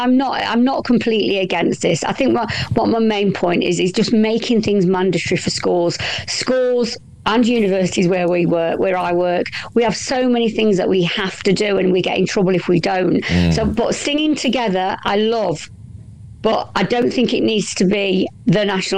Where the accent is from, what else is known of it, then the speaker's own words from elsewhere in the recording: United Kingdom; I don't think it's British. I don't think as British we sort of push this type of you know, this is who we are.